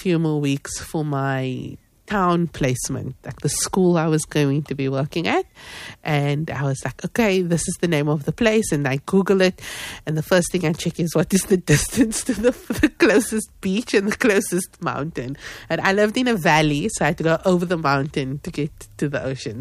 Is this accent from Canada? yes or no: no; Cape Town, Western Cape, South Africa; moved away as an adult; I'm from Cape Town, I'm from a city